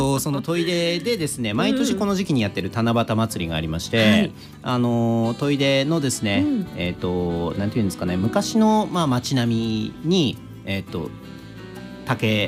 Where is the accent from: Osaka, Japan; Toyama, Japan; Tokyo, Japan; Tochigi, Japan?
Toyama, Japan; 富山県、私の出身地でございますが